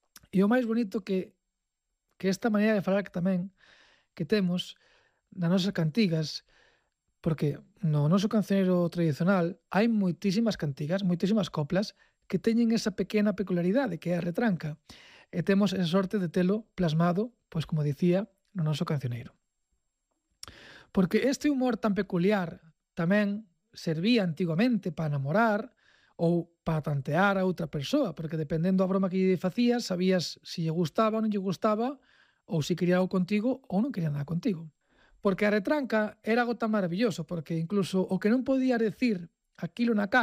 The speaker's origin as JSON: {"language": "Galician", "town": "Pereiro", "region": "Galicia", "country": "Spain", "said": "unha xota que aprendín na miña aldea, no Pereiro, que non sepa onde está o Pereiro, é unha aldea que é da provincia de Ourense, concretamente no concello da Mezquita, que é onde eu son"}